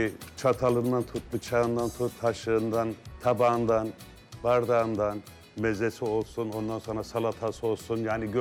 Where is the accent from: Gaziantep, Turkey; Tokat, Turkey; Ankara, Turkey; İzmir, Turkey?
Gaziantep, Turkey; born there; moved away as an adult; also born or lived in Kürdosman; now in Istanbul, Turkey; Bir baktım Antep'e geldik. Antep'te böyle bir odalı evde 7 kardeş, anne baba 9 kişi bir evde kaldık.